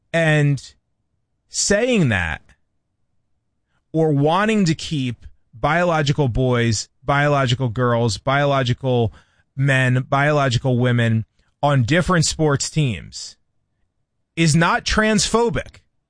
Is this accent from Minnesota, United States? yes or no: yes; Minnesota, United States; As a person who lives in this state, as a Minnesotan, I find that to be a bit disappointing.